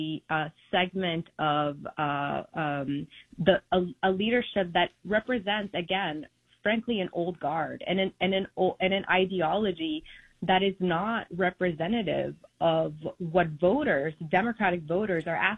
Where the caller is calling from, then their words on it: Astoria, New York, United States; I'm calling from the People's Republic of Astoria, as we lovingly refer to our district.